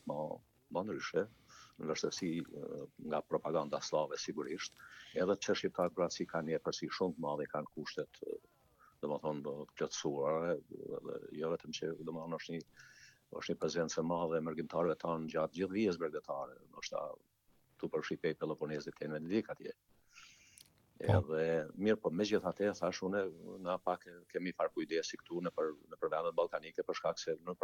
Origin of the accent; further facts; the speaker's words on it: Deçan, Gjakova District, Kosovo; moved away as an adult; also born or lived in Pristina; now in Zadar, Croatia; nga Komuna Deçanit